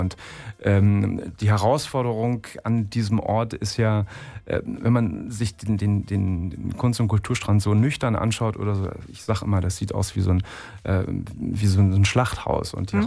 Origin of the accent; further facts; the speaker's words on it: Berlin, Germany; moved away as an adult; now in Düsseldorf, Germany; als Berliner hatte ich natürlich am Anfang auch so meine Probleme mit der Karnevalskultur